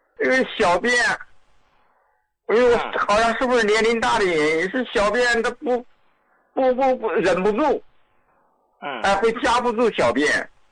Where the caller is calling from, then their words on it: Nanjing, Jiangsu, China; 你好，胡老，我是南京的胡椒老膏的受用者。